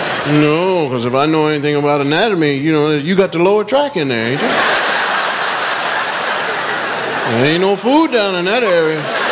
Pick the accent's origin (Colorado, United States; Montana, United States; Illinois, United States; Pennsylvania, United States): Pennsylvania, United States; My wife is from the South. Now, I'm from Pennsylvania. I don't eat no chitlins.